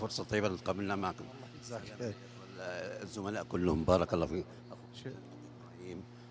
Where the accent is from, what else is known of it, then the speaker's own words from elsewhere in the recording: Egypt; أنا من مصر أساسا.